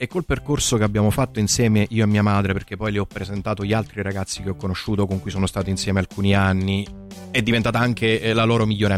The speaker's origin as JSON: {"language": "Italian", "town": "Avellino", "region": "Campania", "country": "Italy", "said": "io sono originario di Avellino"}